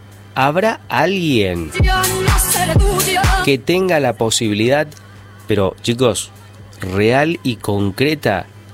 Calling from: San Salvador de Jujuy, Jujuy, Argentina; Buenas tardes, Pato. … de Alto Comedero.

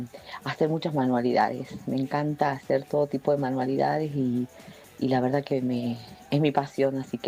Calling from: San Salvador de Jujuy, Jujuy, Argentina; te escucho desde Alto Comedero.

